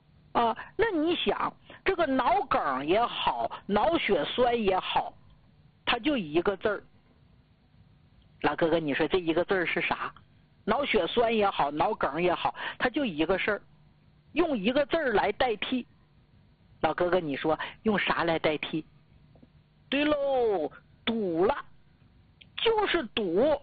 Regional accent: Northeast China, China

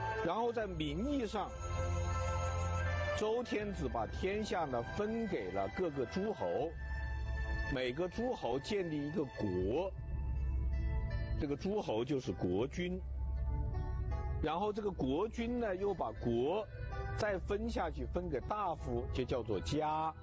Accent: China; 我们中国人把它叫做天下

